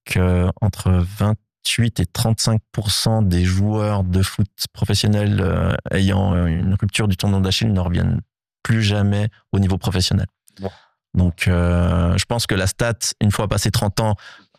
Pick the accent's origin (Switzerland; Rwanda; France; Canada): Switzerland; Oui, et puis je suis suisse. Là, j'avais la famille entre Genève.